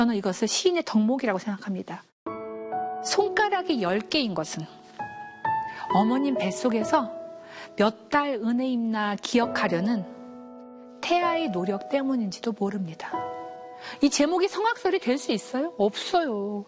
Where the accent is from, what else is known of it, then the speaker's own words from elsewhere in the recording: Gongju, South Chungcheong, South Korea; 공주라는 단어였어요. 거기가 제 고향이거든요.